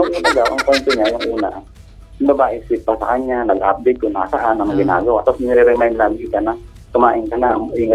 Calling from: Dasmariñas, Calabarzon, Philippines; ng Dasma.

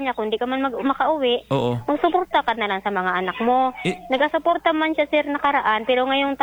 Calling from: Quezon, Calabarzon, Philippines; Dito po sa Malatgaw, sir.

